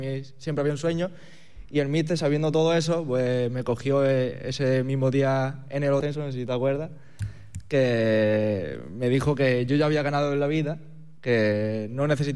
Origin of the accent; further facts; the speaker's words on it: Málaga, Andalusia, Spain; now in Benalmádena, Spain; Del barrio de la Luz, que está ahí al lado.